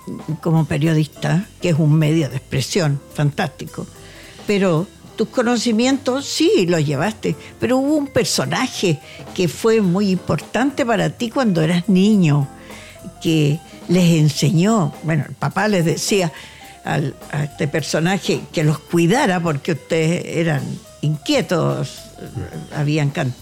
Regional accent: San Bernardo, Santiago Metropolitan Region, Chile; born there; Como que yo nací aquí en San Bernardo

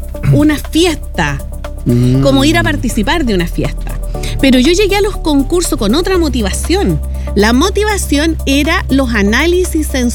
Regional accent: Ovalle, Coquimbo, Chile; Cuando yo me fui de Ovalle cuando tenía 17 años.

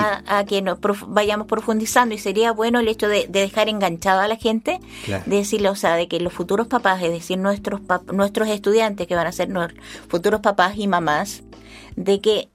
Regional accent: Ñuble, Chile; now in Chillán, Chile; toma agua de Los Yeuques, por ejemplo, de donde yo soy, y el agua es totalmente diferente a la que uno puede tomar acá en Chillán.

